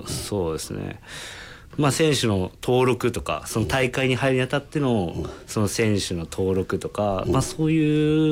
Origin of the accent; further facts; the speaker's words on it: Chiba, Japan; moved away as an adult; also born or lived in Gunma; now in Miki, Japan; 高校生まで千葉で高校野球児として